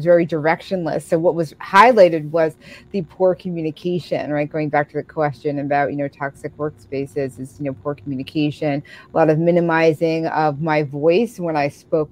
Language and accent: English; New York City, New York, United States; I'm from the Bronx, in the Bronx.